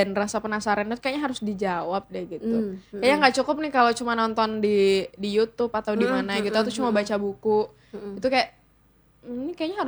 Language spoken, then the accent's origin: Indonesian; West Sumatra, Indonesia; also born or lived in Bengkulu / Riau; Karena aku aslinya Minangkabau.